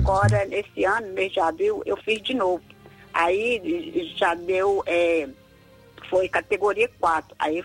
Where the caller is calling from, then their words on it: Jaupaci, Goiás, Brazil; Eu falo do interior de Goiás.